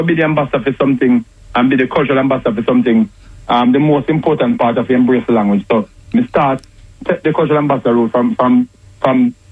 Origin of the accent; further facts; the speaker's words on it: Smithville, Clarendon, Jamaica; I'm from Turner. I'm from the hills of Turner, a place called Smithville.